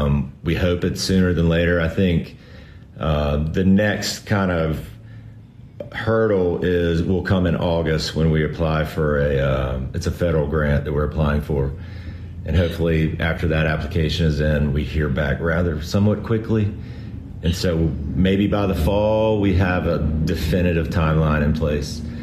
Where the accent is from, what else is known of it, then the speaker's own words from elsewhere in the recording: Manteo, North Carolina, United States; now in Asheville, United States; I grew up in a small town in eastern North Carolina, similar in size to Burnsville. I grew up in Manio, North Carolina on the coast.